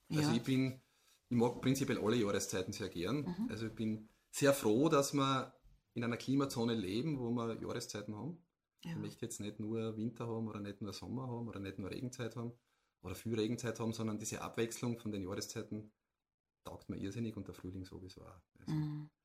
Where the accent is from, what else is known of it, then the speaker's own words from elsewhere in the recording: Eibiswald, Styria, Austria; ich komme aus Eibiswald